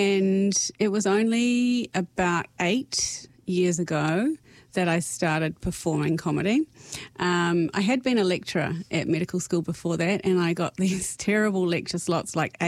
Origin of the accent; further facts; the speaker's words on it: Otaki, Wellington, New Zealand; I'm from Otiputi. I've lived here almost all of my life. I live with my wife and our 19-year-old son.